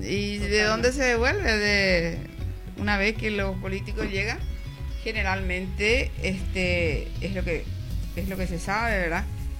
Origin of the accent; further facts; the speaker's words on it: Concepción del Norte, Santa Bárbara, Honduras; Yo soy de Concepción del Norte. En Concepción la municipalidad te manda notificaciones y te dice que la veredización es obligatoria.